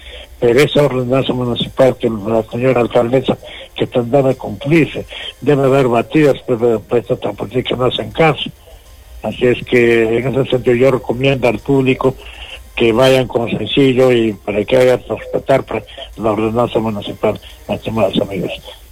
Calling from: Peru; yo vivo en Independencia

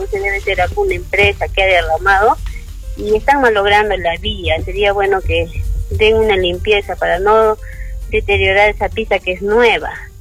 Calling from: Arequipa, Peru; Soy ciudadana de Arequipa

